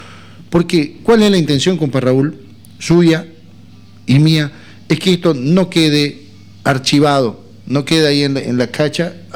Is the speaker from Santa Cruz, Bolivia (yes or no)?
yes; Santa Cruz, Bolivia; Porque ha cambiado mucho también nuestro Valle Cruceño.